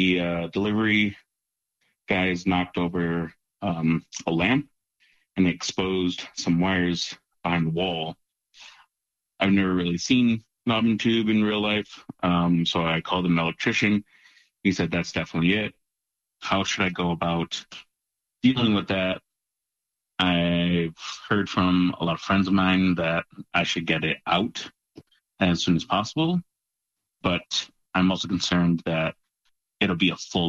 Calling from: Milwaukee, Wisconsin, United States; I'm calling from Milwaukee, Wisconsin.

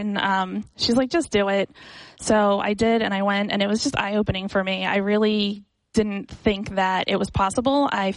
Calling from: Pennsylvania, United States; We're about an hour north of Philadelphia, Pennsylvania.

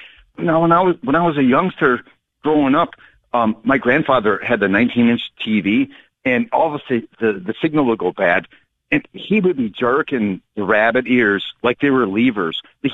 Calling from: Hartford, Wisconsin, United States; I live in beautiful Hartford, Wisconsin, in a six-unit building

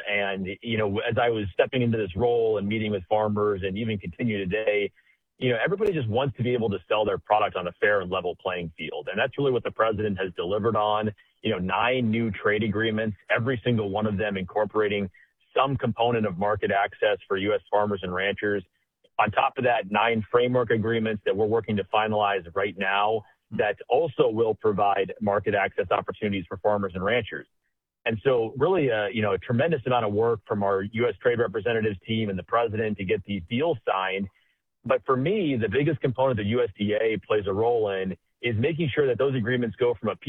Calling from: Kentucky, United States; And I am calling in from Kentucky.

